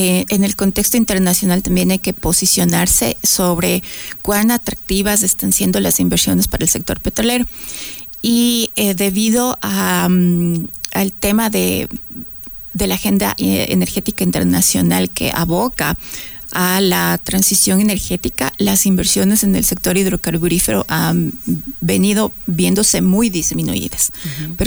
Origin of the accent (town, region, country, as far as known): Ecuador